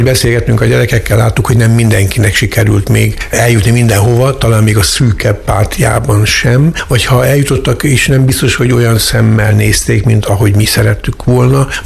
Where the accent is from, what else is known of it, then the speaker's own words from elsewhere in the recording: Szabolcs-Szatmár-Bereg, Hungary; én magam itt nőttem fel ebben a kis falban annak idején, persze ez jó néhány évtizeddel korábban történt